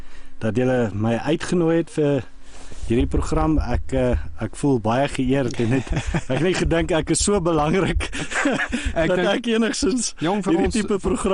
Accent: Pretoria, Gauteng, South Africa; born there; Ek's gebore in Pretoria.

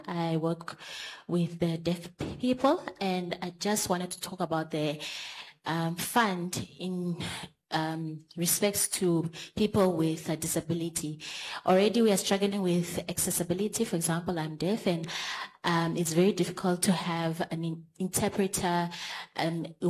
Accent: Windhoek, Khomas, Namibia; Good afternoon, everybody. I am from Windhoek, and thank you so much for this opportunity to talk.

